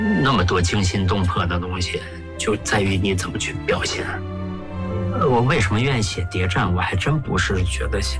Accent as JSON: {"language": "Chinese", "region": "Heilongjiang", "country": "China", "said": "就因为我本身是黑龙江人嘛，小时候文物多，我对那块土地特别熟悉嘛。"}